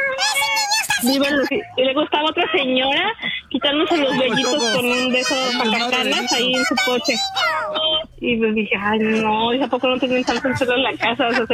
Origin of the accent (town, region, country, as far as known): Mexico City, Mexico